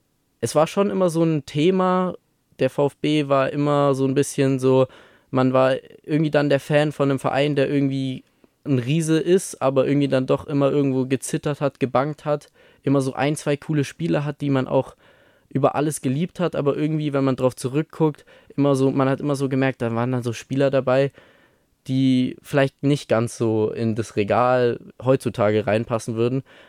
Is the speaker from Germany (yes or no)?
yes; Stuttgart, Baden-Württemberg, Germany; born there